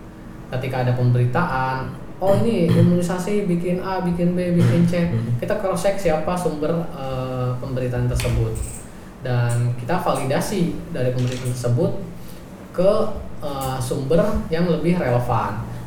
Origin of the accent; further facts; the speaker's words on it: West Java, Indonesia; Jadi kalau bahasa Sundanya, karena kita Sunda banget ya gitu ya